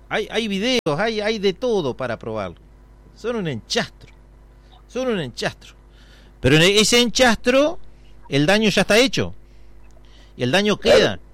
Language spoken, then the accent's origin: Spanish; Argentina; Y somos tan argentinos